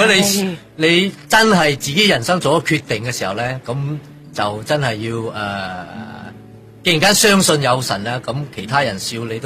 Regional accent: Ipoh, Perak, Malaysia; 因为我家乡其实1970几年嘅时候咧系怡宝其中几个区卖白粉嘅黑区

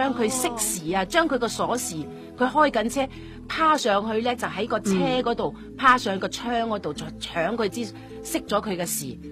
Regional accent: Singapore; born there; 然后佢翻我喺新加坡出世

